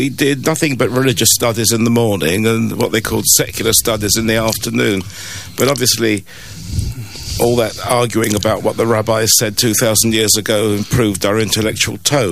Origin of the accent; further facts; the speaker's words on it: London, United Kingdom; Probably a mistake to go to my hometown university